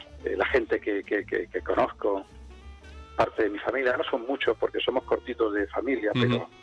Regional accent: Córdoba, Andalusia, Spain; Yo crecí en Ciudad Jardín, en Córdoba, que era mi barrio

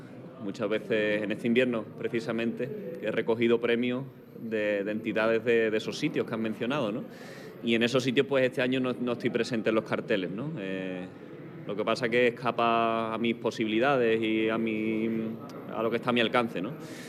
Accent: San Fernando, Andalusia, Spain; San Fernando para mí es mi casa, donde eché mis raíces como torero, donde di mis primeros pasos.

